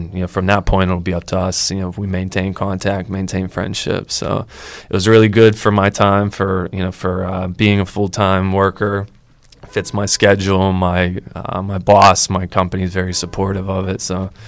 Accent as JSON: {"language": "English", "town": "Greensburg", "region": "Pennsylvania", "country": "United States", "said": "I'm from Westmoreland County. I'm from Greensburg. I went to the University of Pittsburgh and graduated in 2012."}